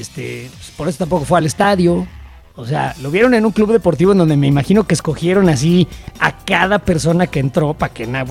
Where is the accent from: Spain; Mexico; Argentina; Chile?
Mexico; estamos todos unidos para el fútbol, sin duda, como mexicanos